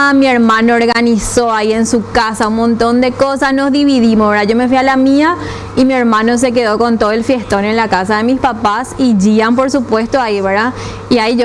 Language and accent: Spanish; Paraguay; nosotros como paraguayos somos muy creativos para esas cosas.